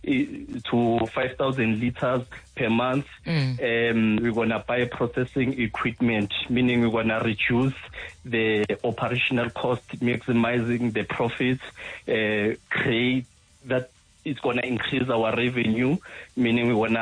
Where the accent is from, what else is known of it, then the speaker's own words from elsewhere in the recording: Soweto, Gauteng, South Africa; from Soweto, Dobsonville.